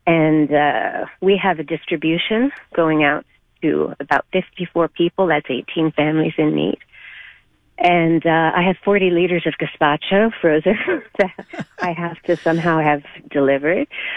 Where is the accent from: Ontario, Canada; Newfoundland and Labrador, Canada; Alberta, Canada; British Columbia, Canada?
Newfoundland and Labrador, Canada; now in Montreal, Canada; I'm originally from Newfoundland, and I have a place there in Crocker's Cove, Carbonear.